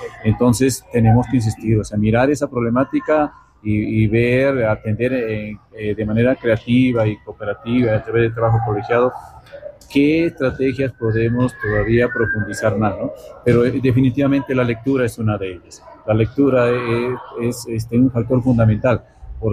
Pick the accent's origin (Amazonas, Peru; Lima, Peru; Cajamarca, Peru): Cajamarca, Peru; Cutervo; yo soy cutervino, amo mi tierra